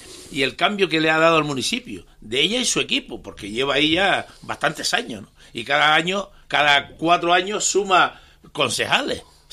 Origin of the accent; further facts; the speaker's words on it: Mogán, Canary Islands, Spain; Mi abuelo era posero, o sea, yo me crié en Mogán toda la vida